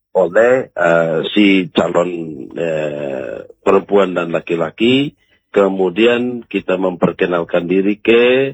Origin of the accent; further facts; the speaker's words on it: East Nusa Tenggara, Indonesia; Saya sementara di kampung saya di Desa Tunbaun.